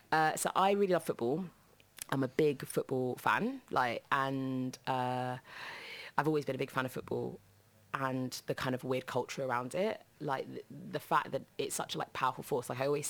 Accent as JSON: {"language": "English", "region": "London", "country": "United Kingdom", "tie": "born or raised there", "said": "I grew up in Southeast London, and all my old haunts are completely different now, but I actually live really close to where I grew up. I live like across the road from the hospital where I was born now"}